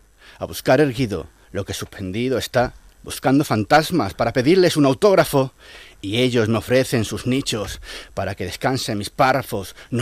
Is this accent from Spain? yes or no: yes; Badajoz, Extremadura, Spain; Es un gusto estar aquí en mi tierra, en Badajoz, porque soy natural de aquí